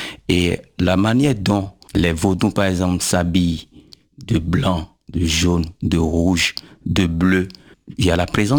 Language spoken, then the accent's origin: French; Abomey, Zou, Benin; born or raised there